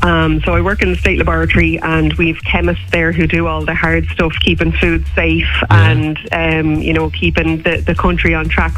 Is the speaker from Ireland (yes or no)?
yes; Lucan, Leinster, Ireland; so I'm from Lucan, County Dublin, but you were either watching telly and you were red, for United and Royal for Meath